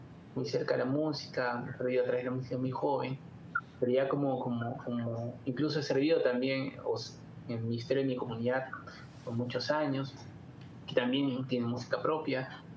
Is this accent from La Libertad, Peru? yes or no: yes; Trujillo, La Libertad, Peru; moved away as an adult; now in Lima, Peru; Nosotros somos de Trujillo, una ciudad del norte del Perú. Por trabajo tuvimos que viajar acá, bueno, a Lima, Perú.